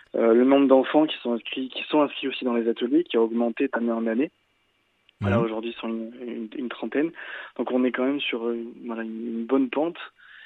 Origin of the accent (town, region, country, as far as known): Solignac-sur-Loire, Auvergne-Rhône-Alpes, France